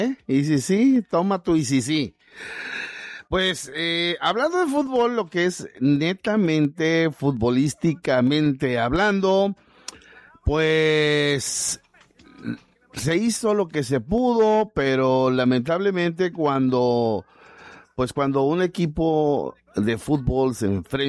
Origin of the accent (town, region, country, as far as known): Mexico